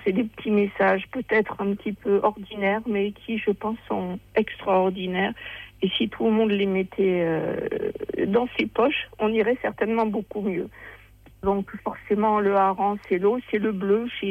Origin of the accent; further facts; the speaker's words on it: Seclin, Hauts-de-France, France; born there; c'était là où je suis née, à Seclin.